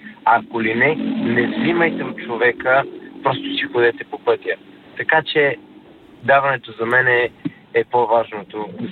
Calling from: London, United Kingdom; … съм от Лондон.

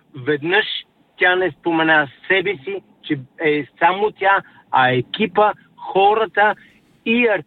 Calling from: London, United Kingdom; съм от Лондон.

